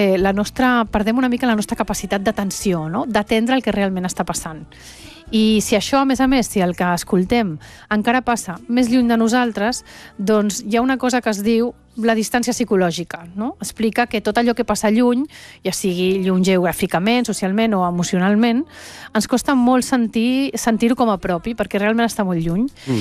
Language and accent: Catalan; Venezuela; accent: Venezuelan; now in Barcelona, Spain; jo quan vaig arribar de Venezuela, vaig venir directe de Venezuela aquí a Barcelona, parlava un català amb accent venezolà